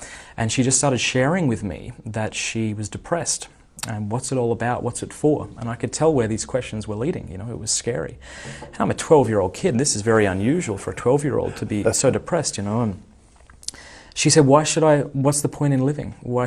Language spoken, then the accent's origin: English; Port Pirie, South Australia, Australia; South Australia, a little place called Port Pirie, three hours north of Adelaide.